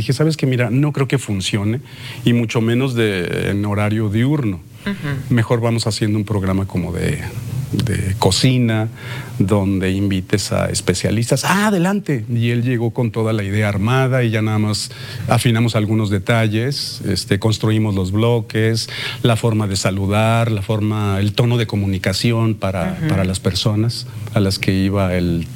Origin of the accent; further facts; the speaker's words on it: Aguascalientes, Mexico; Soy de Aguascalientes. Defendiendo yo mi terruño, claro.